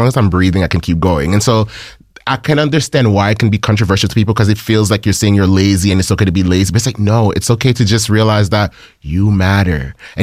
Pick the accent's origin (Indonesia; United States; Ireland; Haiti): Haiti; I can understand why people could think it's controversial because, like, I'm from Haiti, and you know, and I talk to other immigrants and stuff like that.